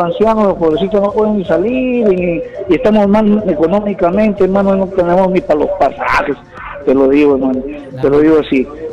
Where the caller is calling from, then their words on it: Piura, Peru; Yo vivo en Macocata.